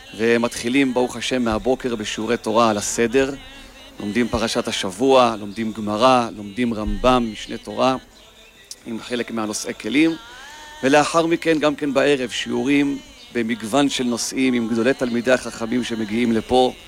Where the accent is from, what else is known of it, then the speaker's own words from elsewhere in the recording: Jerusalem, Jerusalem District, Israel; born there; אני גדלתי על החזנות של